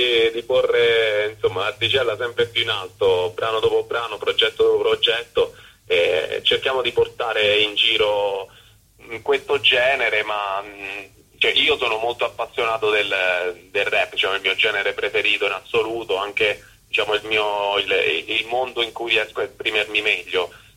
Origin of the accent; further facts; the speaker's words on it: Abruzzo, Italy; Io vengo dall'Abruzzo, Val di Sangro, zona Val di Sangro, in Abruzzo.